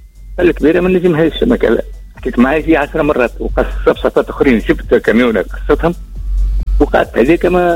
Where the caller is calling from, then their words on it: Sfax, Sfax Governorate, Tunisia; معك مواطن من سقف.